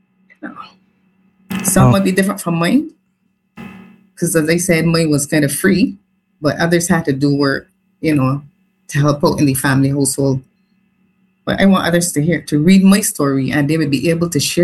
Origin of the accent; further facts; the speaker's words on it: Barbados; growing up in Barbados in the 50s, the 60s, and the 70s.